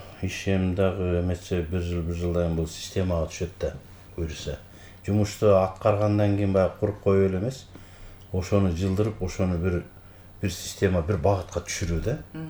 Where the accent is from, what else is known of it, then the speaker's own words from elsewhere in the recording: Urmaral, Talas Region, Kyrgyzstan; Мен өзүм эле тиги мекенимди, төрөлүп өскөн жеримди айтайын, мен өзүм Таластан болом, Бакаяты районунун Үрмарал деген айылданмын.